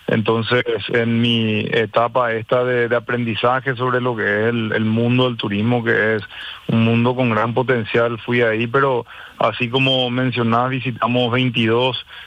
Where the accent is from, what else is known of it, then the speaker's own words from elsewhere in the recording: Paraguay; nuestro país.